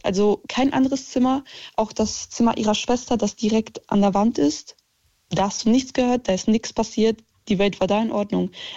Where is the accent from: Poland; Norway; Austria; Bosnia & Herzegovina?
Poland; now in Germany; Also wir kommen ursprünglich aus Polen, wir sind dann irgendwann hier hingezogen, bla bla bla.